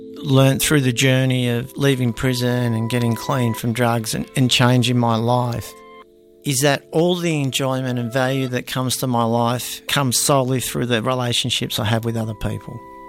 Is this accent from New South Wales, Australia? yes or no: no; Melbourne, Victoria, Australia; I grew up in Melbourne, in a place called Seaford, which was a really horrible place. Tough housing commission area.